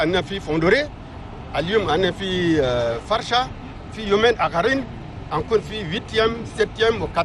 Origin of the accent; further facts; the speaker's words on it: Chad; أنا شاب تشادي ودا إفر أنا تولي تشادي